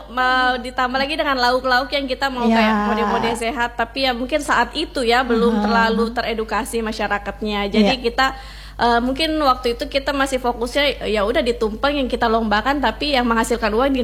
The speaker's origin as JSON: {"language": "Indonesian", "region": "West Java", "country": "Indonesia", "moved": "yes", "lives_now": "Makassar, Indonesia", "said": "Karena kebetulan saya orang Sunda, Jawa Barat Kak."}